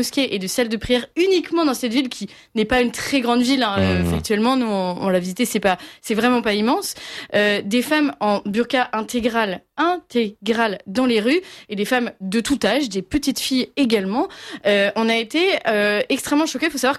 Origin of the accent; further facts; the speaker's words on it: France; accent: French accent (in English); Vous verrez mon accent français, franglais